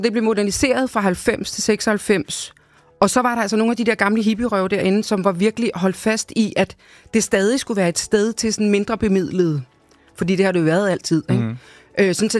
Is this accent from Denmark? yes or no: yes; Capital Region of Denmark, Denmark; born or raised there